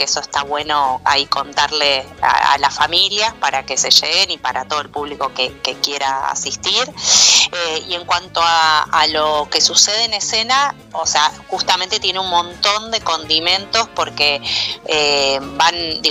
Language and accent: Spanish; Traslasierra, Córdoba, Argentina; Juntas somos la dudosa compañía, que somos de Tras la Sierra